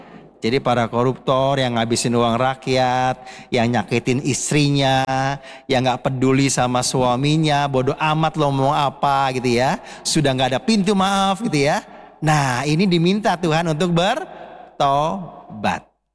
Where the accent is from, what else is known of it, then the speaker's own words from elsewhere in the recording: Jakarta, Indonesia; born there; Rumah saya lahir di Kelapa Gading nomor 4. Sekarang saya tinggal di Wisma Adi Sucipto sebagai pendamping mahasiswa.